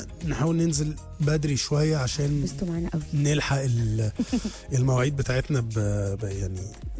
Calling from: Jeddah, Makkah Province, Saudi Arabia; من جده. احنا هنا عندنا الخليج الصغرى 30 ورطوبه طول اليوم 70%.

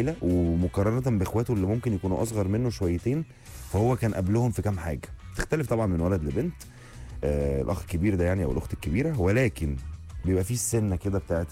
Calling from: Alexandria, Alexandria Governorate, Egypt; من اسكندريه، مساء الخير يا يوسف.

